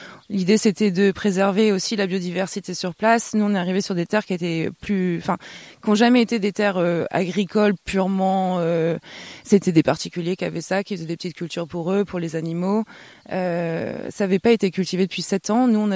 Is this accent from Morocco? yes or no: no; Centre-Val de Loire, France